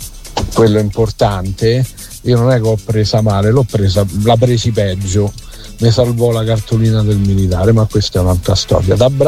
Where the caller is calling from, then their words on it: Lazio, Italy